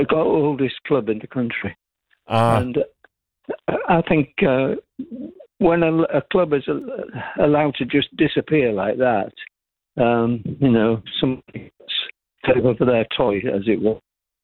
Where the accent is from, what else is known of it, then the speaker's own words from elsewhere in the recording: Yorkshire and the Humber, United Kingdom; now in Wellingborough, United Kingdom; No, you'd probably recognise that I'm not a local man. I did, I'm a Yorkshireman.